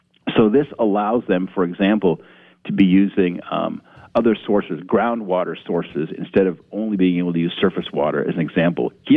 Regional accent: Bozeman, Montana, United States; as a little boy growing up in Bozeman, with living next door to the old Coyote family

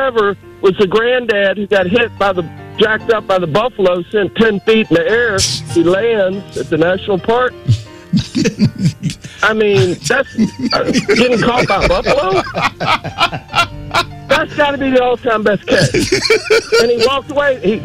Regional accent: Newport News, Virginia, United States; Newport News, home of Lawrence Taylor, Allen Iverson, and Michael Vick, my hometown.

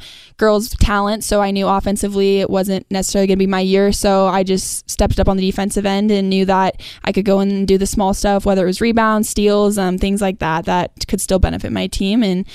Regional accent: Montana, United States; my home state

